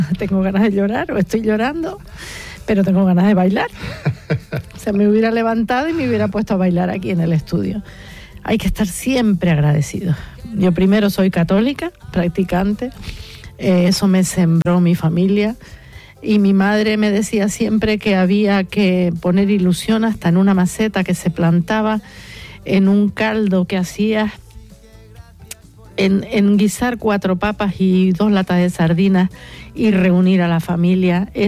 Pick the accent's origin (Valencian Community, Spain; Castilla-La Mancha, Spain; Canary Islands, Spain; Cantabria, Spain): Canary Islands, Spain; San Miguel de Abona; Soy de San Miguel